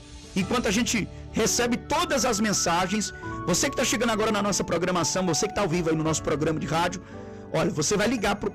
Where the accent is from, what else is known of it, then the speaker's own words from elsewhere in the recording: Eunápolis, Bahia, Brazil; Sou de Eunápolis, né?